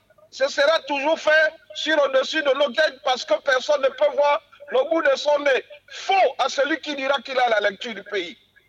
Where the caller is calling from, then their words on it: Gabon; nous sommes Gabonais